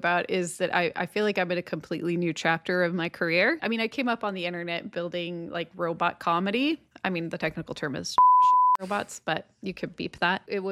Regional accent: Stockholm, Stockholm County, Sweden; English is a second language; I am from Stockholm, Sweden, and my job is that I am an inventor and YouTuber.

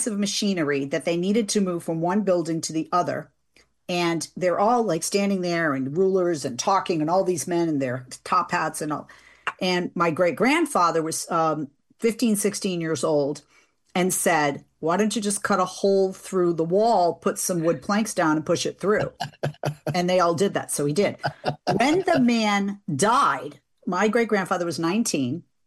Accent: Fall River, Massachusetts, United States; born there; was born in Fall River.

